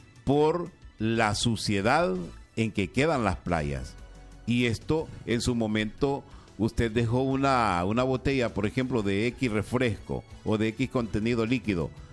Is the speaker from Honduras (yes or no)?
yes; Honduras; somos todos los hondureños